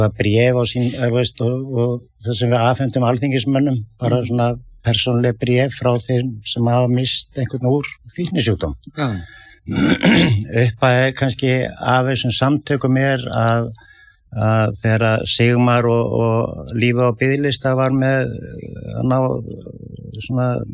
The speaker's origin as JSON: {"language": "Icelandic", "town": "Reykjavík", "region": "Capital Region", "country": "Iceland", "tie": "born or raised there"}